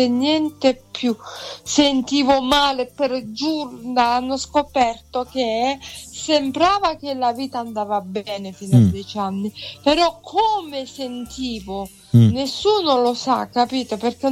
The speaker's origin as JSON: {"language": "Italian", "town": "San Marco in Lamis", "region": "Apulia", "country": "Italy", "said": "Sì, sì, no, sono di San Marco Lamis, provincia."}